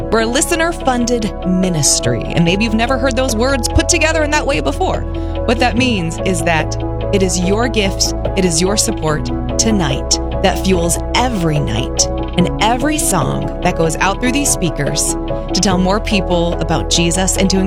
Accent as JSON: {"language": "English", "town": "Wichita", "region": "Kansas", "country": "United States", "said": "I'm from Wichita."}